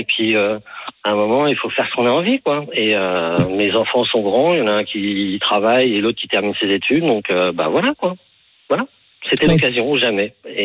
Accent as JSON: {"language": "French", "town": "Paris", "region": "Île-de-France", "country": "France", "tie": "born or raised there", "moved": "as an adult", "lives_now": "Spain", "said": "J'adore Paris, c'est ma ville. Je suis parisien"}